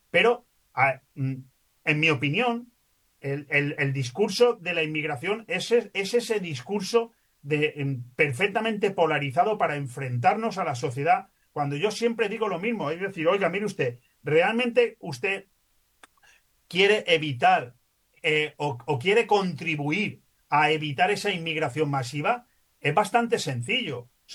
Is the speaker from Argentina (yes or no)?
no; Spain; now in Benidorm, Spain